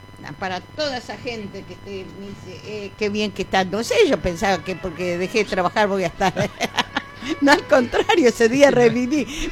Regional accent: Corrientes, Argentina; Él sabía que yo soy correntina

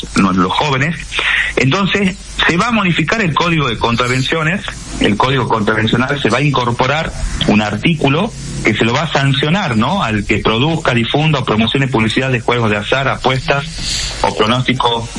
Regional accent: Joaquín V. González, Salta, Argentina; Muchos padres ahí en Joaquín B. González, de donde yo soy

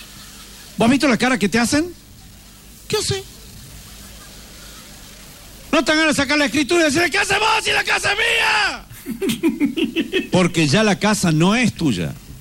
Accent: Catamarca, Argentina; los que hemos nacido en pueblo tenemos grandes ventajas por lo que nací en las ciudades. ¿Por qué? Porque nosotros nos criamos con cosas básicas y elementales.

